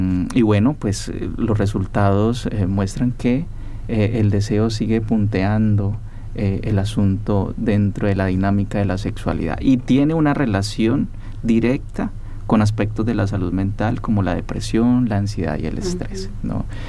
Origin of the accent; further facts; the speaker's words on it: Popayán, Cauca, Colombia; la ciudad de donde soy, en la ciudad de Popayán, Colombia.